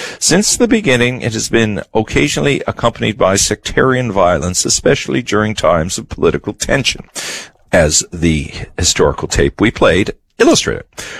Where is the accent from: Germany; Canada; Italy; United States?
Canada; Newfoundland and Labrador; I speak to you as a Newfoundlander and Labradorian. I'm an Anglican. I went to a Catholic school.